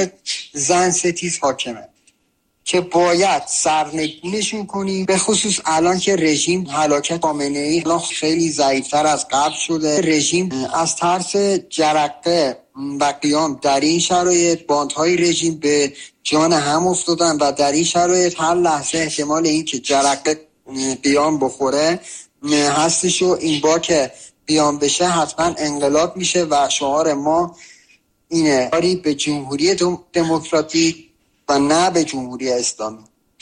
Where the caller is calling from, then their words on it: Qazvin, Iran; از قزوین، یه کارگر ساختمانی